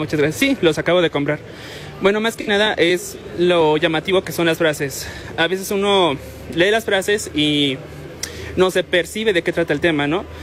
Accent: Zempoala, Hidalgo, Mexico; Ah, claro, yo vengo del municipio de Zempoala.

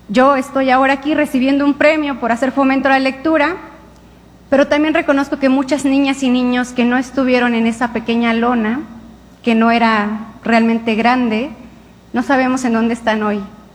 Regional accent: San Quintín, Baja California, Mexico; also born or lived in Oaxaca; Yo nací en la Mixteca de Oaxaca, pero me tocó crecer en el Valle de San Quintín, que hoy día sigue siendo un valle mayoritariamente agrícola

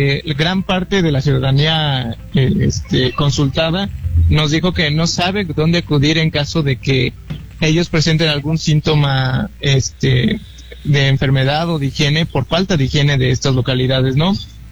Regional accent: Hidalgo, Mexico

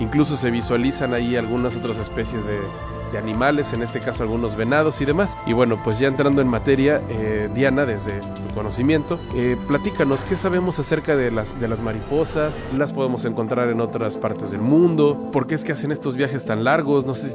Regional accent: Mexico; a las tradiciones así precoloniales en México del Día de Muertos que tenemos muy arraigados como mexicanos.

